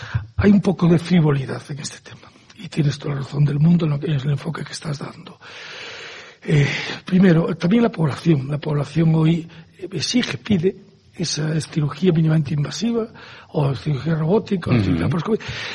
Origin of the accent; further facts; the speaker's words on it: Taboada, Galicia, Spain; Porque yo soy de Taboada, y del sur, y de Chantada, Monforte.